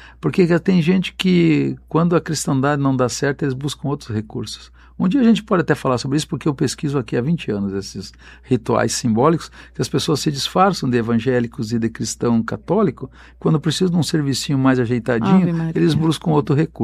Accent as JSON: {"language": "Portuguese", "region": "Rio Grande do Sul", "country": "Brazil", "tie": "born there", "moved": "yes", "lives_now": "Roraima, Brazil", "said": "Eu nasci no Rio Grande do Sul, sou gaúcho, eu sou gaúcho."}